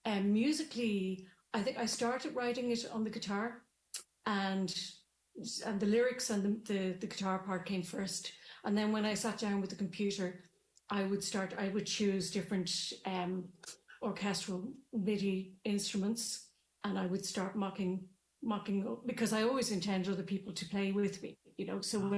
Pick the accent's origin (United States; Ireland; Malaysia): Ireland; Dublin, Leinster; born or raised there; now in Maynooth, Ireland